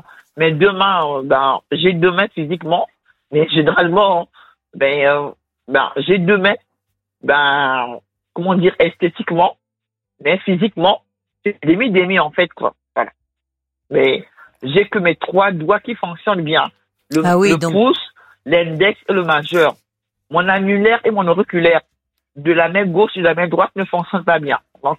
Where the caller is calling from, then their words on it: Nouvelle-Aquitaine, France; Quand je leur dis que je suis en Gironde